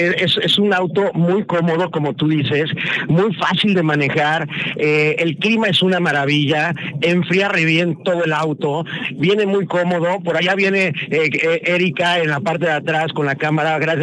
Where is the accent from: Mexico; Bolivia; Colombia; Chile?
Mexico; Puebla; aquí nos vamos hasta Puebla. ¡Eso! ¡Vamos! ¡Llévame a mi ciudad natal, caramba!